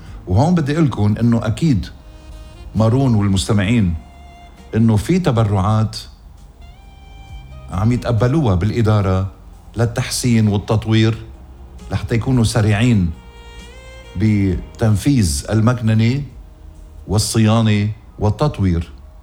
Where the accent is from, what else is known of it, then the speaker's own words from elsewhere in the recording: Lebanon; واجب علينا كلبنانية